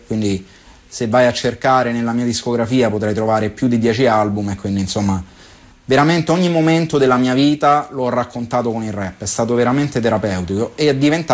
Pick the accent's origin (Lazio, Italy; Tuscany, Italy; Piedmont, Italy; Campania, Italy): Lazio, Italy; Rome; Sono nato e cresciuto a Tor Pignattara, un quartiere di periferia, che in quel momento comunque era un quartiere anche un po' difficile.